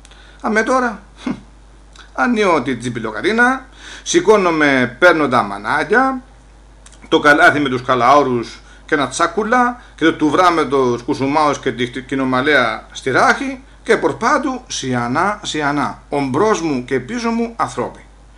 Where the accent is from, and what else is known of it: Olympos, South Aegean, Greece